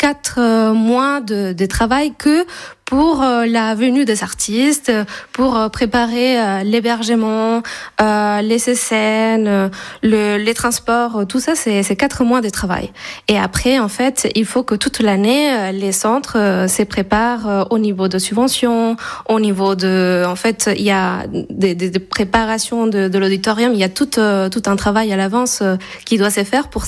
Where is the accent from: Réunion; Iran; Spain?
Spain; Valencia, Valencian Community; French is a second language; moved away as an adult; also born or lived in Switzerland; now in Pigna, France; Oui, j'ai un petit accent. Ça dépend de la journée, mais oui. En fait, moi, à la base, je viens de Valencia, en Espagne.